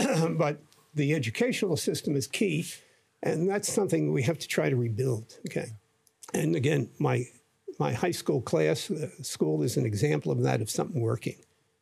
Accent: Brooklyn, New York, United States; I mean, when I grew up in Brooklyn, within in Greenpoint, within 15 blocks, we had six parishes.

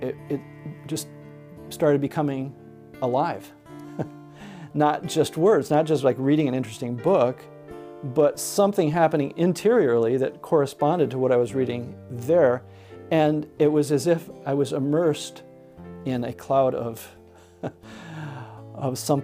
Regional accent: Chicago, Illinois, United States; born there; I was born in Chicago, Illinois, in 1953. And my great-grandparents came to Chicago from Sweden in the late 1800s. My religious background was in the Swedish Baptist Church originally.

